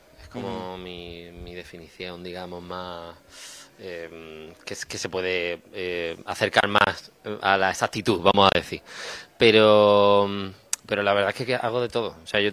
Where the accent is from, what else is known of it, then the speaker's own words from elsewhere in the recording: Málaga, Andalusia, Spain; me inspira Málaga, los malagueños y mi tierra me inspira